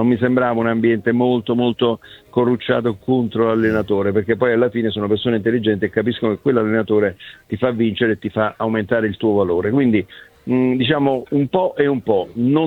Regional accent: Naples, Campania, Italy; se appena scrivo qualche cosa sul Napoli, io napoletano, mi arrivano sempre le critiche.

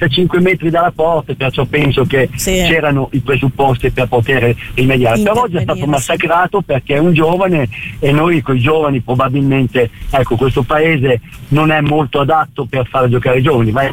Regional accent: Emilia-Romagna, Italy; Che io sono emiliano e il mio papà era l'unico tifoso viola ai suoi tempi

